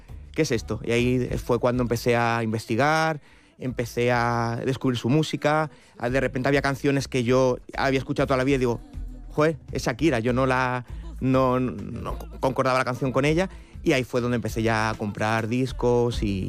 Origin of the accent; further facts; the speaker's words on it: Asturias, Spain; now in Madrid, Spain; Yo soy de Asturias.